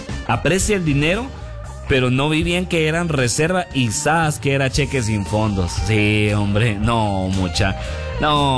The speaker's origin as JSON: {"language": "Spanish", "country": "Guatemala", "said": "Y uno piensa lo peor, uno piensa lo peor como guatemalteco."}